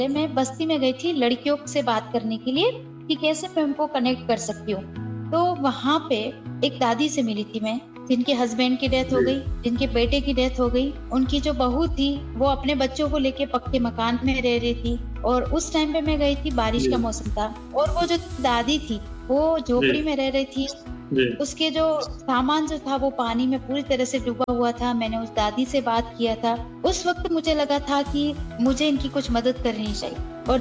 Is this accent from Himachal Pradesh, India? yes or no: no; Udaipur, Rajasthan, India; और मैं उदयपुर से बिलोंग करती हूँ।